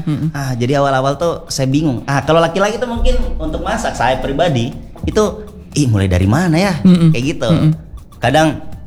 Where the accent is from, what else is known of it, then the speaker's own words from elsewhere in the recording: Sulawesi, Indonesia; saya orang Sulawesi tidak enakan ini. Kan kita punya darah